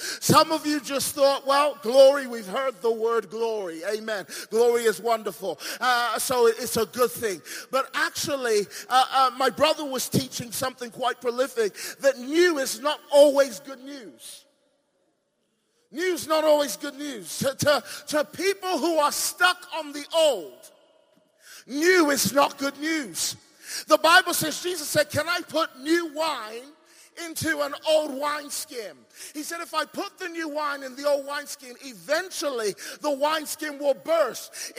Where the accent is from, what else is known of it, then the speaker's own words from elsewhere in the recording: England, United Kingdom; When I was younger, and I tell this story everywhere I go, I was brought up in Nigeria in England. Wow. Now, many of you don't know there's a Nigeria in England.